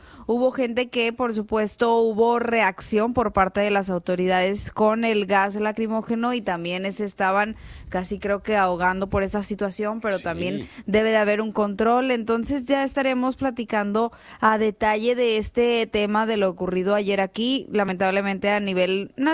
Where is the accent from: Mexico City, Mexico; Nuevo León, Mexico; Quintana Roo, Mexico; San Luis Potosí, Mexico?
Nuevo León, Mexico; Monterrey; Ahora sí que como regia, ciudadana